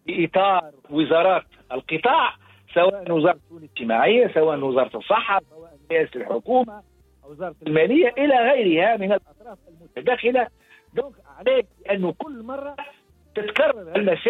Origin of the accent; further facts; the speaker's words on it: Tunisia; أنا كمواطن تونسي في النقابة التونسية البيولوجيين الخواص خرج بيان